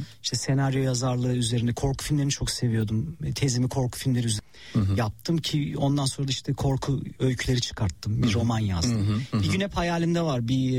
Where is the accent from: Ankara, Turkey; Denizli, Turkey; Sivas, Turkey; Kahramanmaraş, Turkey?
Sivas, Turkey; Şarkışla; Tabii biz Şarkışlılıyız.